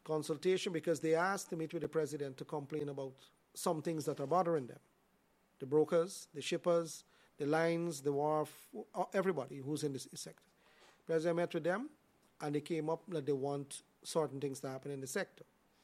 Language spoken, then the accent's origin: English; Vreed en Hoop, Essequibo Islands-West Demerara, Guyana; I born and raised in Vidinoop.